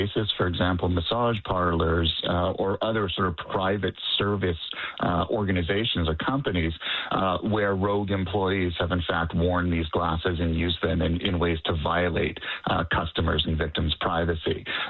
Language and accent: English; Canada; we're Canadian